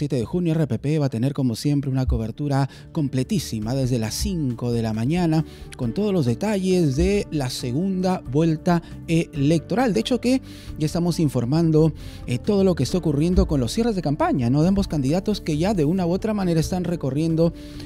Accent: Peru; nuestra tradición, nuestras danzas, eso que como peruanos debemos amar

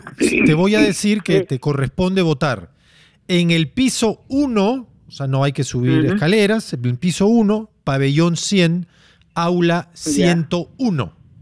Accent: Peru; la gran mayoría de peruanos asistiremos al mismo centro de votación

